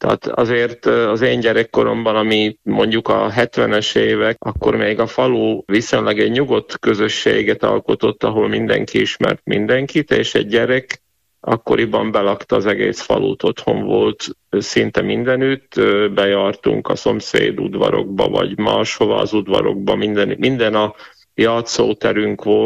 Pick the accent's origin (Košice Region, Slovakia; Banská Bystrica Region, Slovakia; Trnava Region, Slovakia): Banská Bystrica Region, Slovakia; Bátka; Én Batkalban nevelkedtem, ez egy viszonylag kis falucska Gömörben, pontosabban a Balog völgyében, egy 6-700 lakosú falu tulajdonképpen a 20. század egész időszakában a Rimaszombata és Tornaja közötti országút mentén.